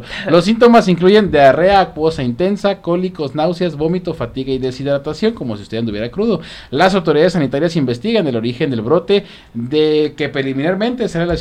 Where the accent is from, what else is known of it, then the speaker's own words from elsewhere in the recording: Mexico; soy orgullosamente mexicano